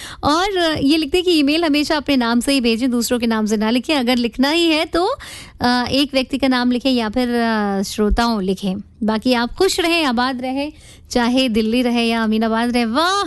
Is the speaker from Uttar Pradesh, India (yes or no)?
yes; Tikait Nagar, Uttar Pradesh, India; मैं टिकैत नगर बाराबंकी से हूँ